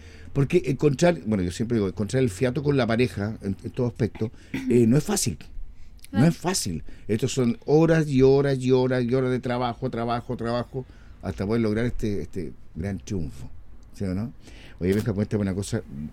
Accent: Chile; ¿Y qué nos identifica como chilenos?

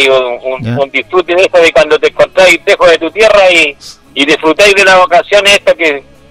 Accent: Tomé, Biobío, Chile; Dichato, mi madre vive ahí todavía, nací y criado en Cerrostanque.

